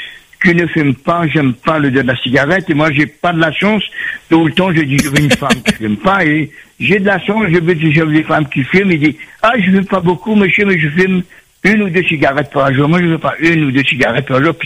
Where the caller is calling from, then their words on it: South, Réunion; Je suis du Sud … j'ai la soixantaine passée